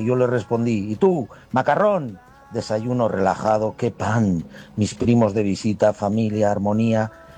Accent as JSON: {"language": "Spanish", "town": "Herrera de Pisuerga", "region": "Castile and León", "country": "Spain", "said": "Mi pueblo era Herrera de Pisuerga, en Palencia."}